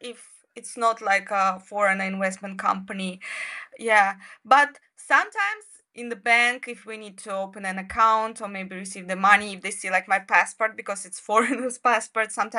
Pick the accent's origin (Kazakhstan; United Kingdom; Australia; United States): Kazakhstan; English is a second language; But I'm from Kazakhstan and I really like Shandong because I can see the sea. Because in Kazakhstan, you know, there is no sea.